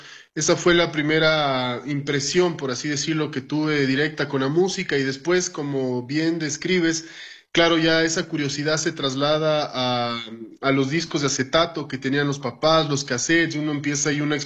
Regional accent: Quito, Pichincha, Ecuador; yo soy quiteño de descendencia lojana

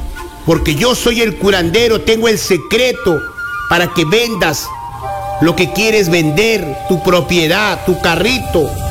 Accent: Catamayo, Loja, Ecuador; Sí, yo soy de Catamayo, aquí vivo. Aquí tengo mi casita.

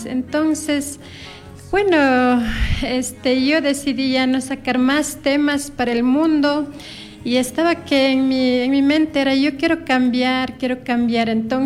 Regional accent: Guamote, Chimborazo, Ecuador; now in Quito, Ecuador; yo soy de Cantón Guamote. Y bueno, desde pequeña sí asistía a la iglesia evangélica allá en mi tierra, que en mi comunidad se llama Mercedes Cadena. Entonces, cuando era bien pequeñita, y bueno, de ahí luego ya me fui a vivir en Quito

